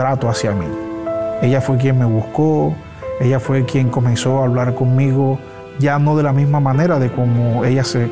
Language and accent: Spanish; Colombia; moved away as an adult; now in Dominican Republic; a nosotros como colombianos